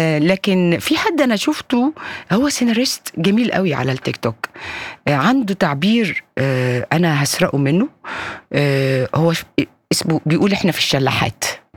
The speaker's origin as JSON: {"language": "Arabic", "country": "Egypt", "said": "بعيدا عن الجزيه ده ما بيحصلش عندنا في مصر، يعني فاهم ازاي، وطول طول عمرنا احنا مصريين مسيحيين عايشين مع مسلمين"}